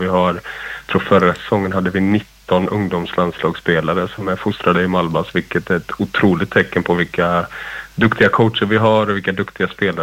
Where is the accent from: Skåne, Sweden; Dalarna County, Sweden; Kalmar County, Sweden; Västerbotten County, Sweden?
Skåne, Sweden; Malmö; born there; Jag är ju född i Malmö, brukar jag stoltsera mig trots att inte det hörs på dialekten.